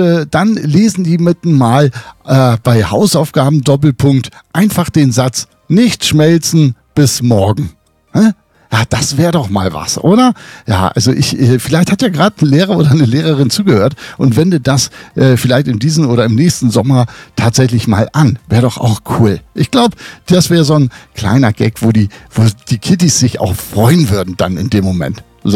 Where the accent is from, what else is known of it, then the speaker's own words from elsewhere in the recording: Northern Germany, Germany; falls da gerade zufällig vielleicht doch jemand zuhören sollte aus dem hohen Norden. Mhm. Meine Heimat.